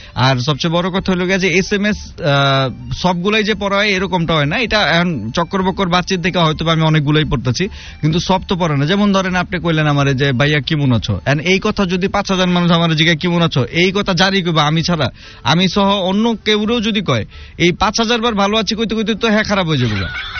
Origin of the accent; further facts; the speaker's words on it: Dhaka, Dhaka Division, Bangladesh; accent: Old Dhaka dialect; আমি ভাই এই পুরান ঢাকার বাসায় এই যে কথা কইতেছি